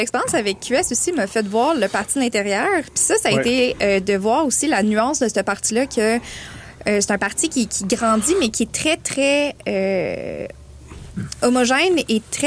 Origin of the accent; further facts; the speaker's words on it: Granby, Quebec, Canada; je viens de Grimbé